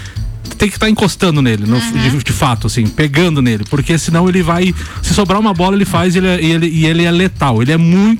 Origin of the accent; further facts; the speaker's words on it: Brazil; Eu sou brasileiro, falo português